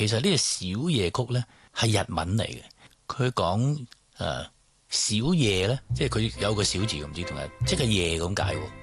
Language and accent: Cantonese; Hong Kong